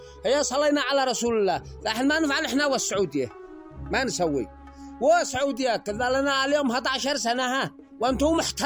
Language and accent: Arabic; Yemen; والقيادة هم اخبار بالنسبة لنا احنا كشعب يمني حاضرين جاهزين مستعدين